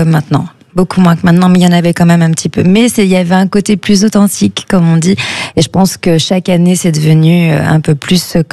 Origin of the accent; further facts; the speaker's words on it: Addis Ababa, Ethiopia; also born or lived in Côte d'Ivoire; Je suis née en Côte d'Ivoire et on est parti 6 mois plus tard, on est parti en Éthiopie, à Addis Abeba.